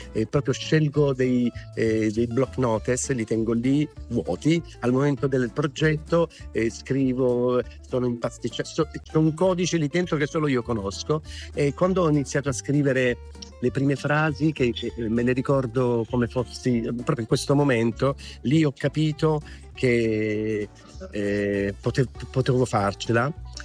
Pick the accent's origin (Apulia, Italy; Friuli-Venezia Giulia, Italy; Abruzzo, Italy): Apulia, Italy; Io sono pugliese